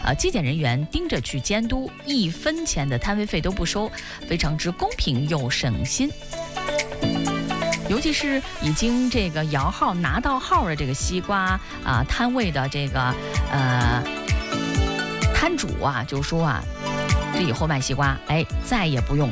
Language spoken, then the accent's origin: Chinese; Ningxia, China; 我们宁夏人